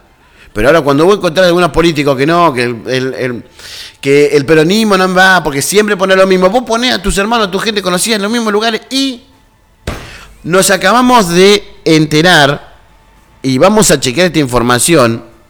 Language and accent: Spanish; Colón, Entre Ríos, Argentina; Yo soy de Colón, yo no le voy a hacer partido más fácil a la Unión, ¿me entendés?